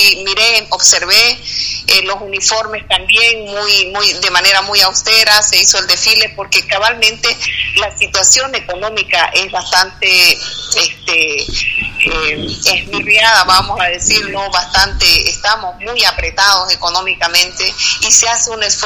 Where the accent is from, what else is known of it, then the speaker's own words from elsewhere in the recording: Bolivia; eso nos hace perder de vista también nuestra identidad como bolivianos. Es muy triste, a mí me golpea mucho. Estuve fuera de Bolivia mucho tiempo